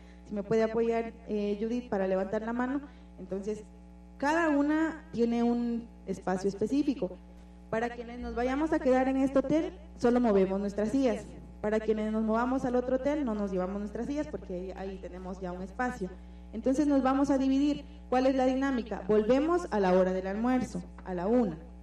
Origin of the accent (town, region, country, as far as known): Guatemala